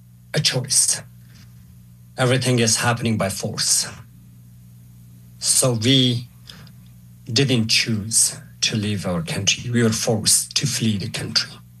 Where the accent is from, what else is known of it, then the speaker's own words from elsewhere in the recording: Kabul, Afghanistan; moved away; If you say I'm from Afghanistan, the perceptions are changed about you.